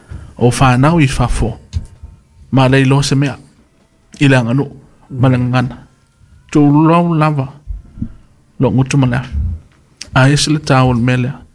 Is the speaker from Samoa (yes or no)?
yes; Samoa; also born or lived in New Zealand; because that's where I'm from. I'm from Samoa, so, and I'm born in New Zealand.